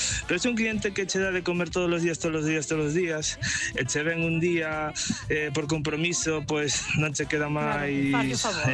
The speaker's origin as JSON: {"language": "Galician", "town": "Tui", "region": "Galicia", "country": "Spain", "said": "Hola, boas, son eu de Tui."}